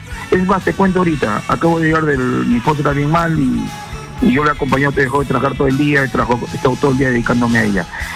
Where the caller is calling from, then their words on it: Lima, Peru; de Surco.